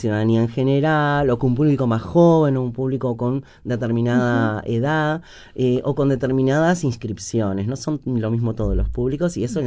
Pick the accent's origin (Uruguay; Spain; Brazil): Uruguay; San Carlos, Maldonado; moved away; yo soy del interior. Yo soy nacida y criada en el interior y tengo un compromiso muy grande con el interior, porque cuando una se crió, yo me crié en los 90, en San Carlos